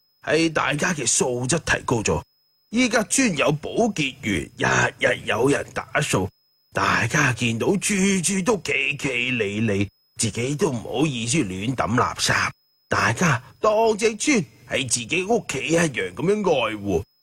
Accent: Guangdong, China; 我土生土长60多年噶啦。

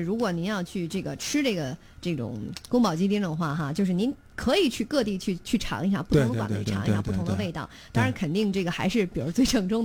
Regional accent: Beijing, China; 我们北京人

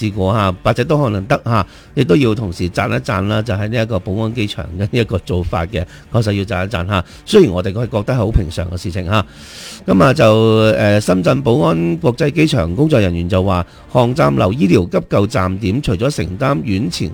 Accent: Guangdong, China; 呢啲其實喺我哋廣東係好常見嘅咁樣，

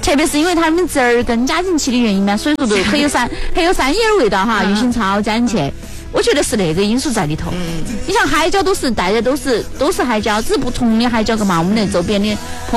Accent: Sichuan and Chongqing, China; 所以我们川渝是温柔的，

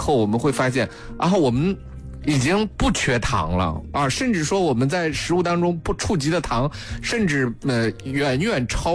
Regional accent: Shanxi, China; 在山西啊。

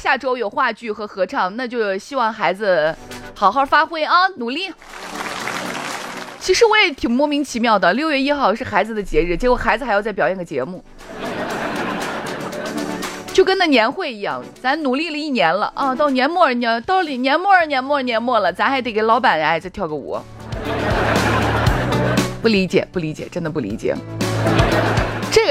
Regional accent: Shaanxi, China

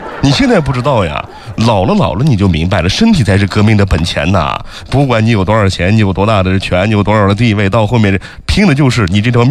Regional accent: China; 像我们中国人讲究的是姓氏的传承

